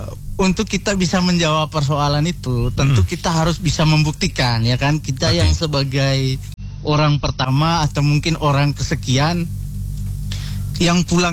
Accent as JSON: {"language": "Indonesian", "region": "East Nusa Tenggara", "country": "Indonesia", "said": "karena doktrin tadi masih melekat dalam diri saya sebagai orang Flores gitu."}